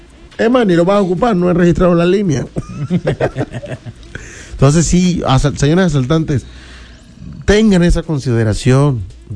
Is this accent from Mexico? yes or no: yes; Mexico; ya uno como mexicano.